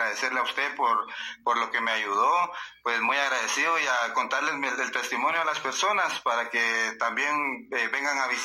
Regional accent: Tiquisate, Escuintla, Guatemala; De Tiquizate, de Escuintla.

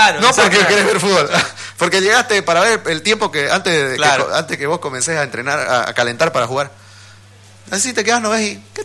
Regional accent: Bolivia; Yo soy de Oriente.

